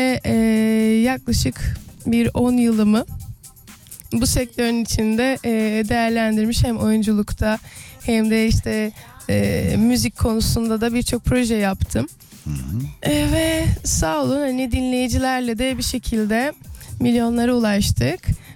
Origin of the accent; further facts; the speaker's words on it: Ankara, Turkey; Yani Ankaralıyım. Orayı seviyorum. Oradaki dostlarımı, ailem hala orada yaşıyor zaten.